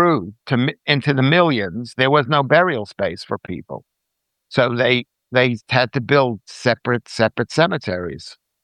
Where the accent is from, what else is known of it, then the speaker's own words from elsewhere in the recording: United Kingdom; they want balance, they fair play, because we're British and there's a demand for it.